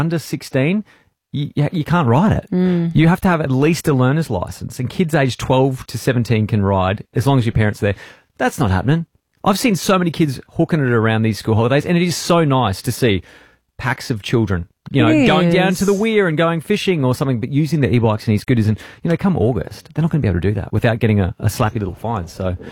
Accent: Queensland, Australia; It's so foreign to me being North Queenslander.

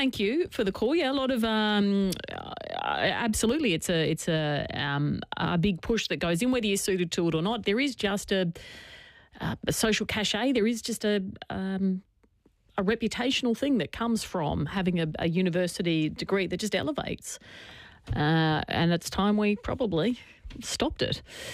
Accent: Queensland, Australia; I grew up in Queensland too.

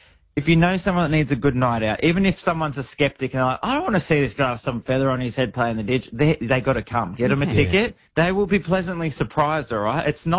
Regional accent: Tamworth, New South Wales, Australia; growing up in Tamworth

